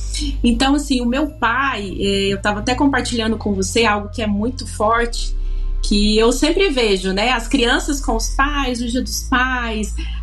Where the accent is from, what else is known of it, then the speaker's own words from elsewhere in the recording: Rio Maria, Pará, Brazil; eu sou do Pará, Rio Maria, Pará, então é uma cidade pequena, de interior.